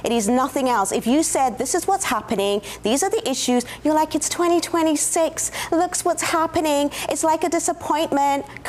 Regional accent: South Africa; now in United Kingdom; I'm from South Africa.

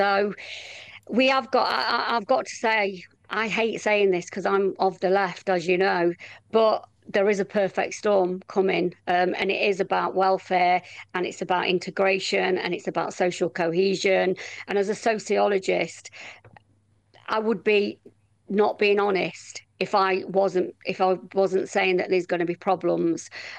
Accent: Nottingham, East Midlands, United Kingdom; I come from, like you, I come from Nottingham.

